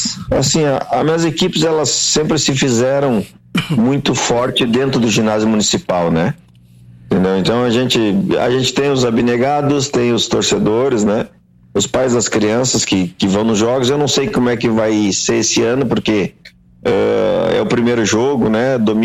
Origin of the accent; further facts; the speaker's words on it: Brazil; eu como brasileiro